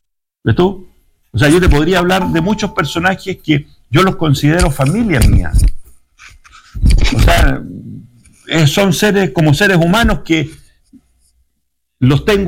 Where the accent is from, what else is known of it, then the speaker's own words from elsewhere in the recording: Vicuña, Coquimbo, Chile; born there; Yo también nací en Vicuña. Mi partida de nacimiento lo dice.